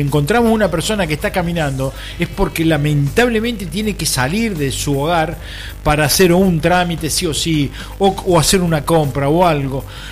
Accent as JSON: {"language": "Spanish", "region": "Neuquén", "country": "Argentina", "said": "porque yo vengo de Neuquén y es lo mismo."}